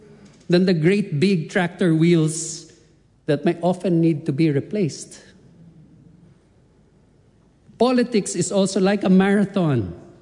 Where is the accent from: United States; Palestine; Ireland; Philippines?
Philippines; now in New Zealand; I was invited to speak as the Filipino-New Zealander MP at the Filipino Diaspora Conference